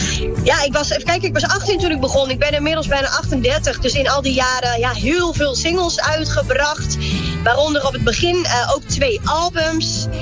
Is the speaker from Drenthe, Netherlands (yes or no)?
yes; Assen, Drenthe, Netherlands; moved away; Ik kom natuurlijk ook oorspronkelijk uit Assen. Ik ben er geboren en opgegroeid. Al woon ik er nu al jaren niet meer.